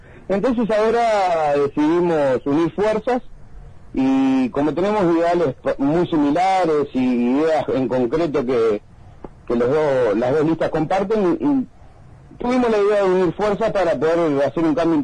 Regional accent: Pando, Canelones, Uruguay; Yo soy de Pando, por ejemplo

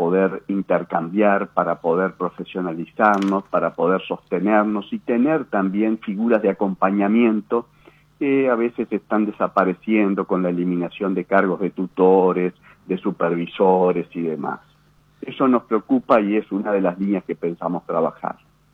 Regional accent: Paysandú, Uruguay; moved away as an adult; also born or lived in Salto; soy nacido en Paysandú, estudié en Paysandú, hice la modalidad semilibre que íbamos a dar los exámenes a Montevideo

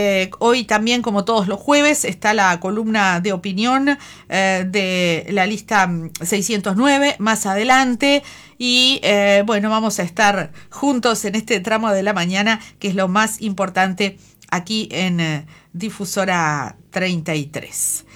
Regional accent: Uruguay; Está bien que somos uruguayos, todas esas costumbres que tenemos

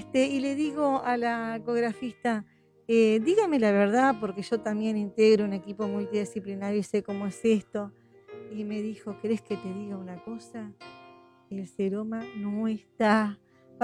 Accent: Montevideo, Uruguay; Yo vengo de Montevideo

